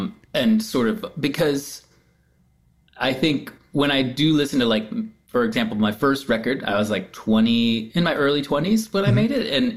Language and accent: English; Midwest, United States; growing up in the Midwest